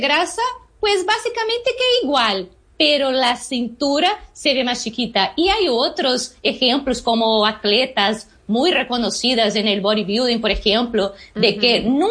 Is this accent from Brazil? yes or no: yes; Brazil; Spanish is a second language; now in Mexico; Así que para una brasileña, amar la tortilla Eso es porque sí, ya soy mexicana.